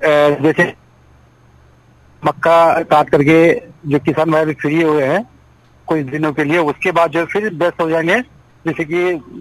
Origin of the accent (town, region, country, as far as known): West Bengal, India